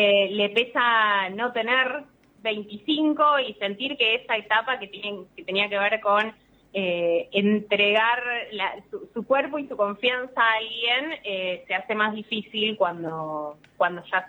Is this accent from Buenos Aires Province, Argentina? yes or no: yes; Bahía Blanca, Buenos Aires Province, Argentina; moved away as an adult; now in Buenos Aires, Argentina; Yo, por ejemplo, soy de Bahía Blanca y una de las cosas que vivo hace 20 años en Buenos Aires